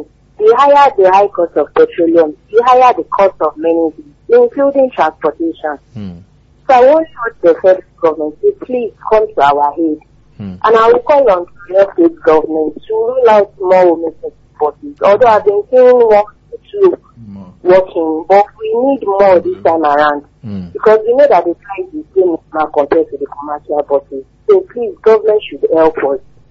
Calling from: Nigeria; calling from Odejai.

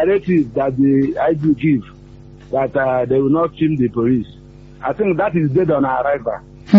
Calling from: Elebu, Oyo, Nigeria; I'm calling from Elebu.

